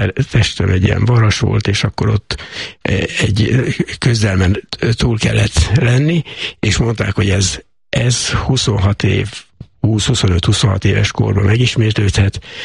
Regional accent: Tiszakécske, Bács-Kiskun, Hungary; also born or lived in Szolnok; Az elején az úgy kezdődött, hogy Szolnokon a kórházba születtem, de tiszakécskei vagyok, tehát a Csaba kórházba

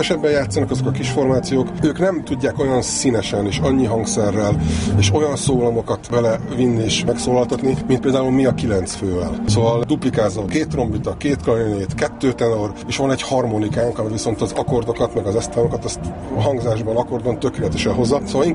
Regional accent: Taksony, Pest, Hungary; 2 vagyunk Taksonyból.

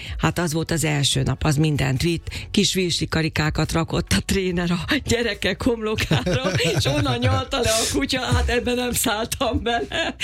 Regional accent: Makó, Csongrád-Csanád, Hungary; az követte egy nagy koncertem szülővárosomban, Makón, ahol az első zongoratanítónőm emlékére rendeztem egy nagyszabású koncertet.

